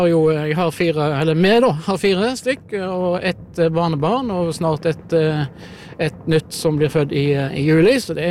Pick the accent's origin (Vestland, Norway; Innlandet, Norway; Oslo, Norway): Vestland, Norway; Kvinnherad; now in Klepp, Norway; Jeg bor på Klepp på Jæren, og så vokste jeg opp i Kvinnherra i Sunnhordland.